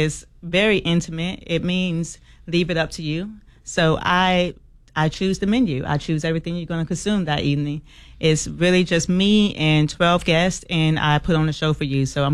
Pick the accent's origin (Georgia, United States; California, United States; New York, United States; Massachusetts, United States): California, United States; Los Angeles; also born or lived in Birmingham; We grew up in Los Angeles, but I was born here in Birmingham.